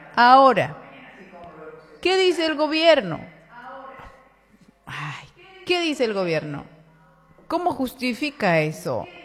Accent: Bolivia; somos nosotros los bolivianos y los bolivianos

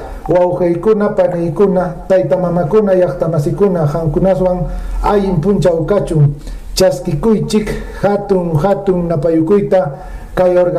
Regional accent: Apurímac, Peru; now in Talavera, Peru; vive en Apurímac, es apurimeño. … trabaja, vive en Apurímac. Vivo en Talavera

